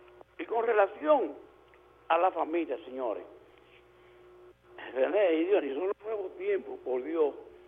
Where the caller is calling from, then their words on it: Dominican Republic; Y aquí nosotros, como dominicanos